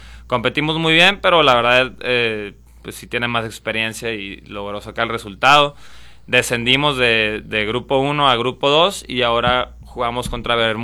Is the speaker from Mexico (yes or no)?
yes; Hermosillo, Sonora, Mexico; Pues yo crecí aquí, yo nací aquí en Hermosillo, Sonora, mi familia pues es de aquí de Hermosillo